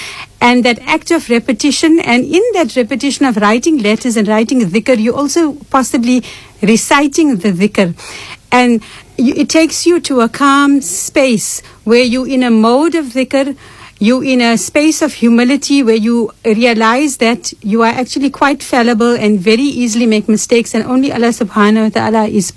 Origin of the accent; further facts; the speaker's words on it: Johannesburg, Gauteng, South Africa; moved away as an adult; now in Cape Town, South Africa; that's an … surname. Mm. So I'm from Johannesburg originally, but I've been living here for 26 years now, alhamdulillah.